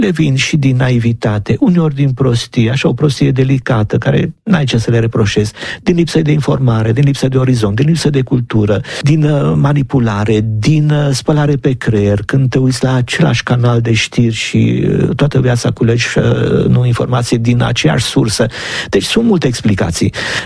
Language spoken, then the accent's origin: Romanian; Bukovina, Romania; born there; așa cum și eu sunt bucovinan, pentru că m-am născut în Bucovina.